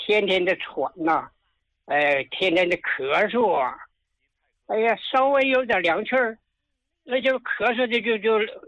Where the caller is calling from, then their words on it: Harbin, Heilongjiang, China; 我是哈尔滨的。